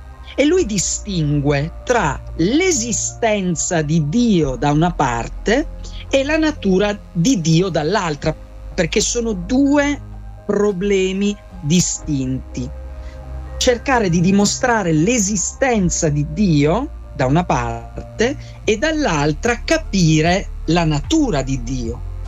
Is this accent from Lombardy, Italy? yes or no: no; Piedmont, Italy; born there; poco più su di dove sono nato io, in Piemonte